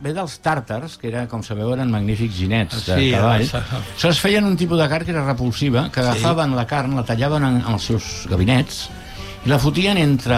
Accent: Catalonia, Spain; aquí som els catalans

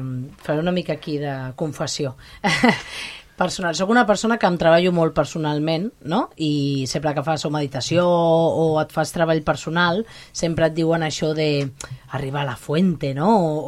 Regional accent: Catalonia, Spain; som catalans, tenim una tradició

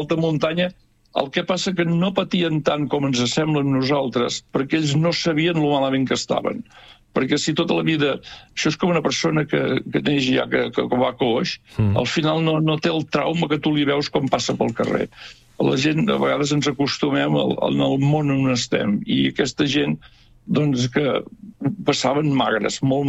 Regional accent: Sant Joan de les Abadeses, Catalonia, Spain; Vaig néixer a la Roca, soc fill de Sant Joan de les Abadeses, tu ja ho saps, però pels que no ho sàpiguen, soc fill de Sant Joan de les Abadeses.

